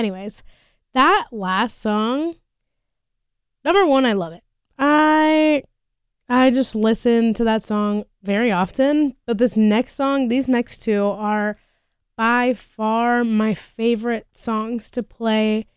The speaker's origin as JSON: {"language": "English", "region": "San Luis Potosí", "country": "Mexico", "tie": "born or raised there", "moved": "yes", "said": "The song is about my home state in Mexico, San Luis Potosí."}